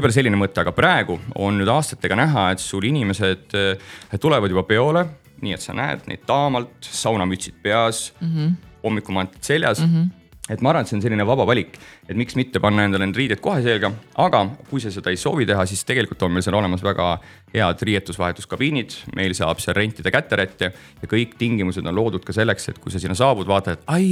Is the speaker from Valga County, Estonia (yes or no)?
yes; Valga, Valga County, Estonia; No üks asja on kindlasti see, et me oleme sealt kõik pärit